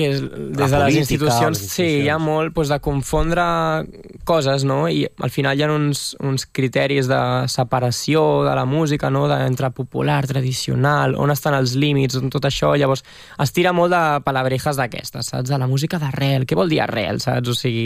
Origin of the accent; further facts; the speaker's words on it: Catalonia, Spain; amb un espanyolisme que ens ataca tant al final com a catalans